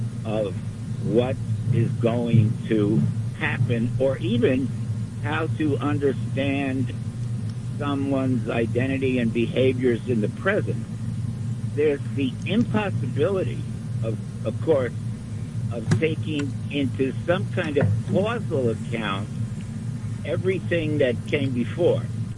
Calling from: East Orange, New Jersey, United States; East Orange, New Jersey.

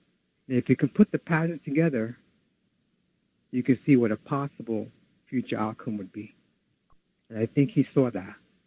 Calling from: New York City, New York, United States; from Brooklyn.

